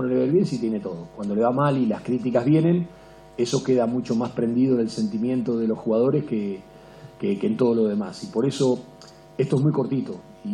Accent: Argentina; Y esto se los dije a los jugadores como argentinos. Le digo, miren, yo le voy a decir una cosa como argentino, no como técnico de la selección paraguaya.

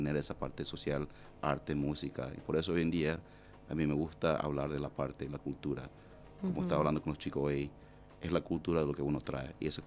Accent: Paraguay; now in United States; de chiquito, a los 5, en Paraguay

